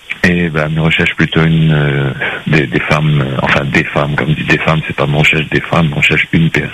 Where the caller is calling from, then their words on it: Saint-Pierre, Réunion; je suis de Saint-Pierre.